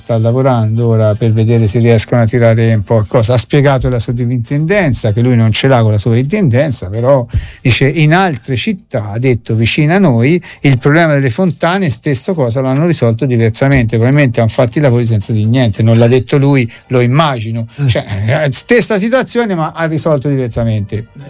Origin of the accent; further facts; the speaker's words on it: Rigutino, Tuscany, Italy; born there; Io sono nata a Rigutino.